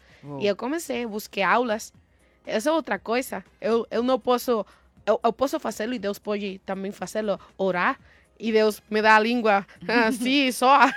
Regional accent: Puerto Rico; Portuguese is a second language; moved away; sou porto-riquenha

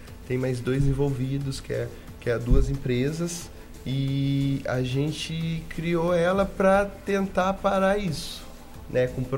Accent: Limeira, São Paulo, Brazil; born there; Limeirense. Nascido aqui.

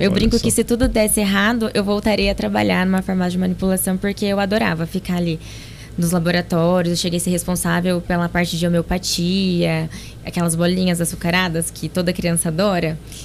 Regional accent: Jaboticabal, São Paulo, Brazil; moved away as an adult; also born or lived in Ribeirão Preto; now in Monte Alto, Brazil; Não, eu nasci em Ribeirão, mas vivi toda a minha vida em Jaboticabal, fui lá só para nascer. E fiquei em Jaboticabal até os 18 anos. Quando vim para Monte Alto, eu estava iniciando a minha faculdade.

